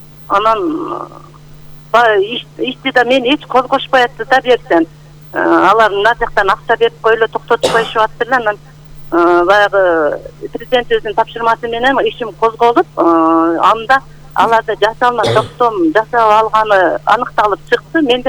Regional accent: Kenesh, Osh Region, Kyrgyzstan; Ош облусу Карасу району Салай айылы өкмөтүнүн Кеңеш айылынын тургуну болом. Мен 1966 жылы 28 августта туулганмын ошол жерде.

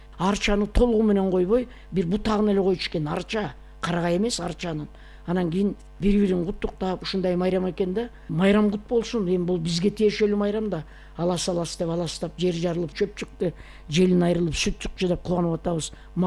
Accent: Kemin, Chuy Region, Kyrgyzstan; Өзгөчө жаккан жери туулуп өскөн жерим го. Киндик кан тамган жерим, кеминим. Кеминде.

